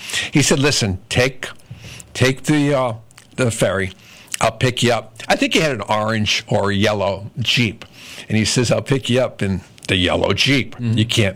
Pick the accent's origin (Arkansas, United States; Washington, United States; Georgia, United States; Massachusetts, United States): Massachusetts, United States; Worcester; because I was born and raised in Worcester